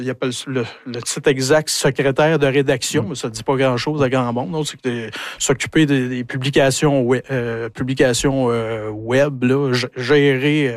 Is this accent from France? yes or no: no; Rouyn-Noranda, Quebec, Canada; also born or lived in Montreal; Je me considère comme un Abitibien. Je suis né à Montréal, d'une mère abitibienne et d'un père du bas du fleuve, donc entre les deux. Ouais. Mais on a déménagé quand j'avais 6 ans, ma famille, mes parents ont déménagé à Rouyn-Noranda